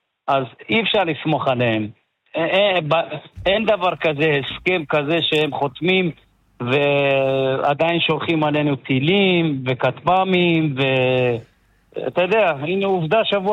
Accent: Iran; now in Nahariya, Israel; אני בתור יהודי, איראני

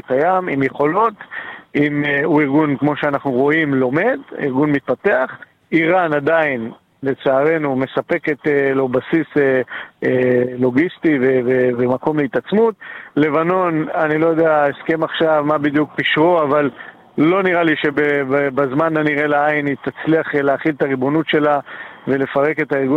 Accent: Golan Heights, Northern District, Israel; אני גר ברמת הגולן, רמת הגולן הייתה אזור סורי ששלט על עמק הירדן במשך שנים, וגר, נולדתי שם וגדלתי שם

